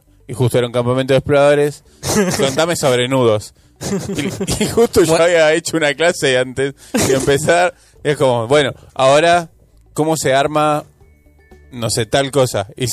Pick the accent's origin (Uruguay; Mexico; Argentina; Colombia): Argentina; soy argentino.